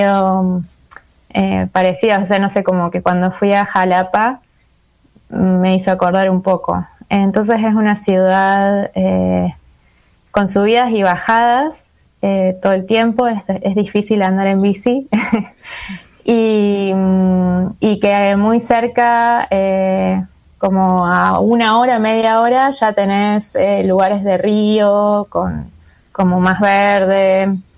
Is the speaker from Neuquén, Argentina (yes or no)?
no; Córdoba, Argentina; born or raised there